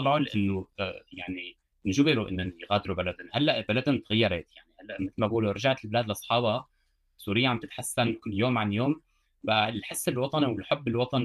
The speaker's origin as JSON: {"language": "Arabic", "country": "France", "tie": "born or raised there", "accent": "Homsi", "said": "أنا أول كبرت هون … أنا اسمي فرنسي والأتات يعني سوري"}